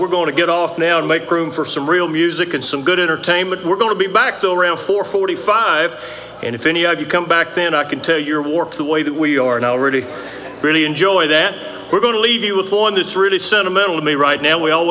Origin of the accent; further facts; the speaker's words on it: Low Prospects, North Carolina, United States; I was traveling way far afield from my hometown of Low Prospects, North Carolina.